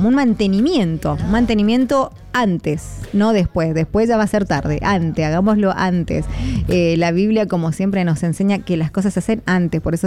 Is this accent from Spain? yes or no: no; Mendoza, Argentina; todos somos vecinos acá, mendocinos